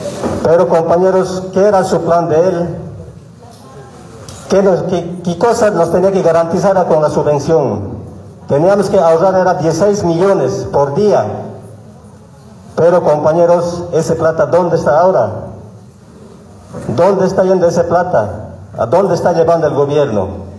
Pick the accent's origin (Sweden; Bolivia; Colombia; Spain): Bolivia; Nosotros, compañeros, como bolivianos, totalmente rechazamos